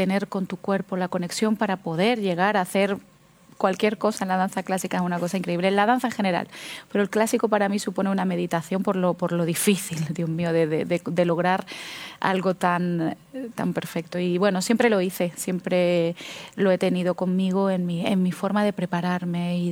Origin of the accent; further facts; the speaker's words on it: Las Palmas de Gran Canaria, Canary Islands, Spain; born there; yo nací en Canarias